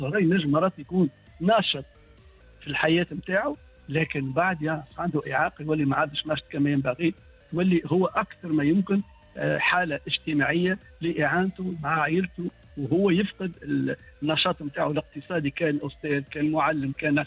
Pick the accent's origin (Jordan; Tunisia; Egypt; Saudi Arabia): Tunisia; عندنا في تونس